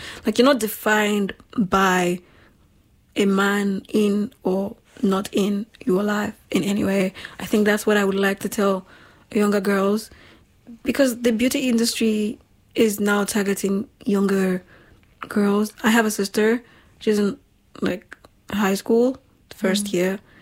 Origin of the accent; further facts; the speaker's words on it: Nigeria; now in Europe; I grew up in Nigeria and we didn't usually shave legs. When I moved to Europe, I saw other people shave legs.